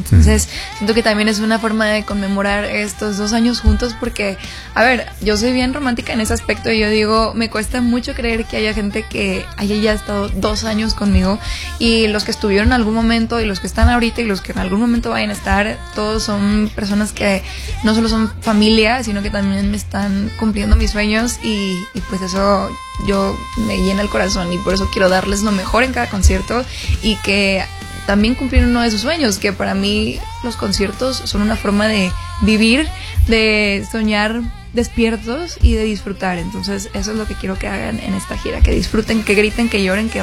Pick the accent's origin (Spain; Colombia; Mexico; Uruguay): Mexico; Guadalajara, Jalisco; moved away; Guadalajara, mi ciudad natal, y eso me emociona muchísimo porque además de que tengo tiempo de no ir a Guadalajara